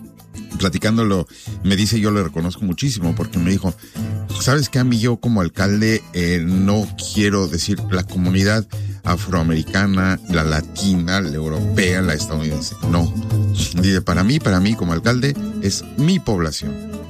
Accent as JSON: {"language": "Spanish", "country": "Mexico", "moved": "yes", "lives_now": "Omaha, United States", "said": "Como mexicanos sabemos que una de las cosas que más nos conmueve"}